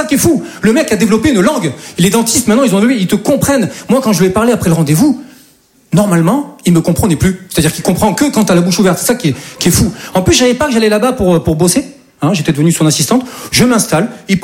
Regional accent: Southern France, France; now in Paris, France; Je dis ça parce que moi je viens du sud de la France. Et chez nous, c'est un peu plus tranquille, quoi. Et non, et voilà, je suis monté sur Paris, voilà, pour devenir comédien.

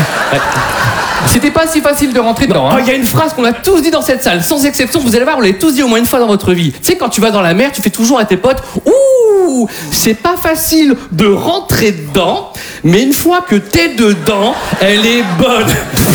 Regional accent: Hauts-de-France, France; Et je vous rappelle qu'on est du Nord.

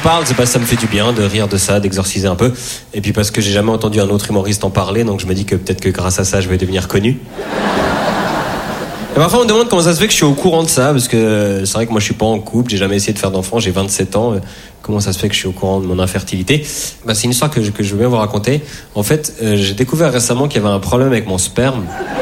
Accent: Switzerland; je suis suisse

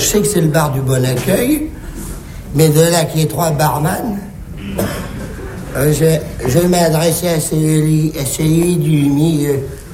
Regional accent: Dakar, Senegal; Je suis dakarois. Je suis né à Dakar. Mon papa et ma maman, ils sont de Limoges. Mais mon papa, sans le faire exprès, était fonctionnaire à Dakar.

